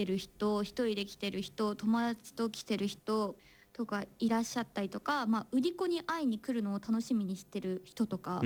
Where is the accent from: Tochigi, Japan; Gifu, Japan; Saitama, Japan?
Saitama, Japan; っていうのも私あの埼玉県出身なんですね、